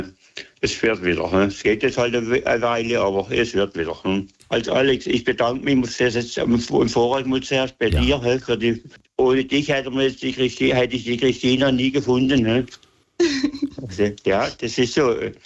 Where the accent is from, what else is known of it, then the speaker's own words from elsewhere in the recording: Lahr, Baden-Württemberg, Germany; Ich bin aus Lahr.